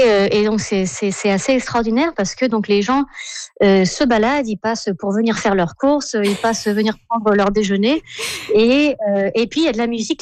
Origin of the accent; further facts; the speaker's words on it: Provence-Alpes-Côte d'Azur, France; now in Düsseldorf, Germany; donc moi, je suis française de la Côte d'Azur, mais j'habite à Düsseldorf. Donc, je venais d'Allemagne.